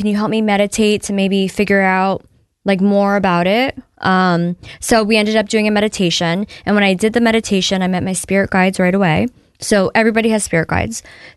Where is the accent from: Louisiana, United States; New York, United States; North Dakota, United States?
New York, United States; But yeah, I grew up in the Hudson Valley. So the Hudson Valley is known for aliens and UFOs.